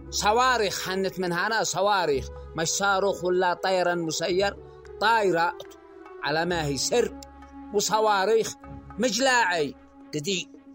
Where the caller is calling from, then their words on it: Yemen; في حقنا كيمنيين